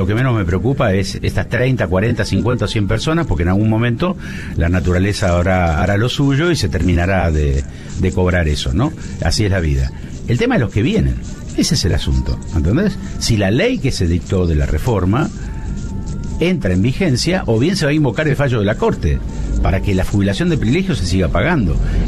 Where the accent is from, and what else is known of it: Rosario, Santa Fe, Argentina